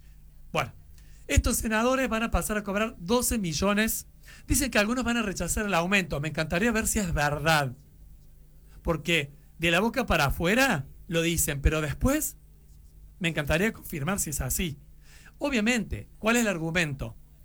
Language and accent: Spanish; Argentina; Somos muchos los argentinos de bien que no estamos llegando.